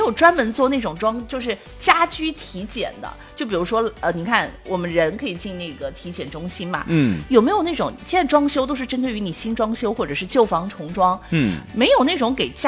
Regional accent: China; 我们中国人

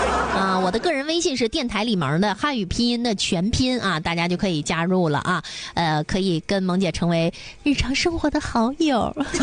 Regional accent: Northeast China, China; 可是一些南方的话咱们东北人就听不懂了，

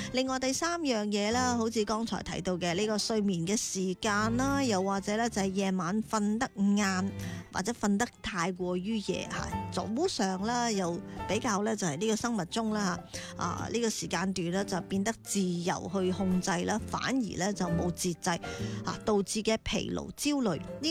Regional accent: Guangdong, China; 我哋广东人

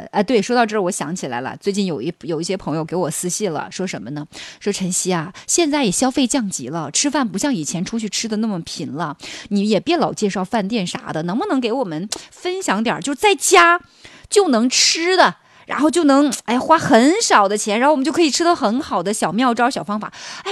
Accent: Northeast China, China

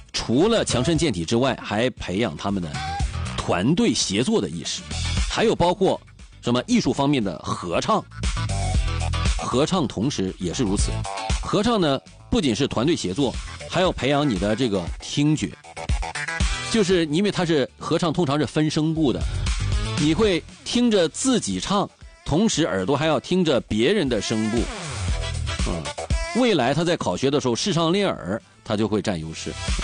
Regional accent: Dalian, Liaoning, China; 像我们大连人一样啊，就是每个人都要踢球，每个人都懂球

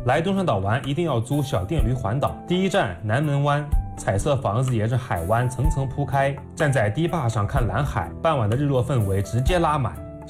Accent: Fujian, China; 今天呢，带大家走进我的家乡福建。

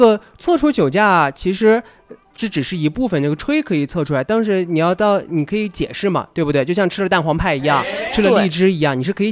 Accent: Xinjiang, China; 就像咱们新疆人说的皮牙子一样，

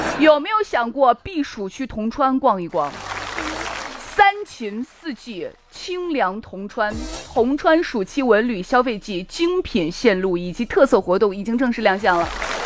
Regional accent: Shaanxi, China; 这就是我们陕西人。

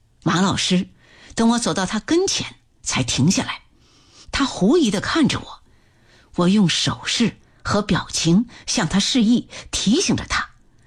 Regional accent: Tianjin, China; born there; 我出生在天津一个底层工人家庭，按说工人是领导阶级，但是我们家的人并不那么理直气壮，因为我父亲是酱油厂的，母亲专门为火柴厂装火柴

